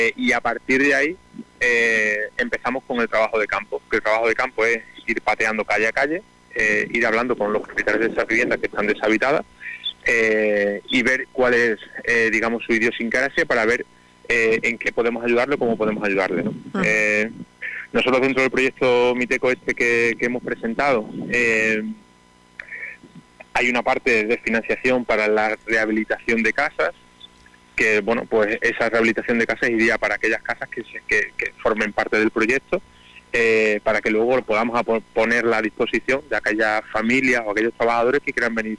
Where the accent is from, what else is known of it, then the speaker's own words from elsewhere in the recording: Ribera del Fresno, Extremadura, Spain; nosotros somos de Ribera del Fresno